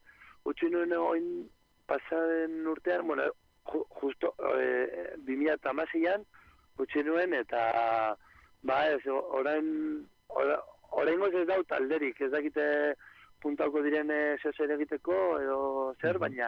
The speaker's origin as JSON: {"language": "Basque", "town": "Bilbao", "region": "Basque Country", "country": "Spain", "said": "ni bilbotarra naiz eta kolorea hau ikusten dut, egunero."}